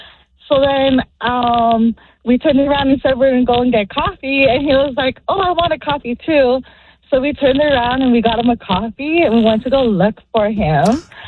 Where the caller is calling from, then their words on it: Whittier, California, United States; I'm from Whittier.